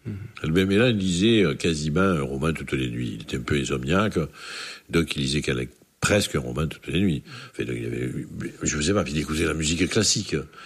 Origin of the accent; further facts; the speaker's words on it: Marseille, Provence-Alpes-Côte d'Azur, France; Et je n'étais même pas marseillais, j'étais de l'Estac, hein, enfin, j'étais de ce quartier-là.